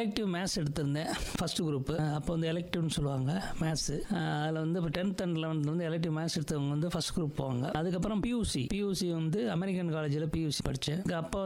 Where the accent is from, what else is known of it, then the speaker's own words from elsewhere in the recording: Madurai, Tamil Nadu, India; born there; நான் மதுரையிலிருந்து பிறந்து வந்தேன்.